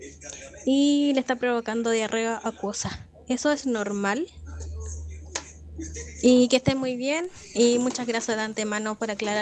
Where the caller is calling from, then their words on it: Quilpué, Valparaíso, Chile; de Quilpue.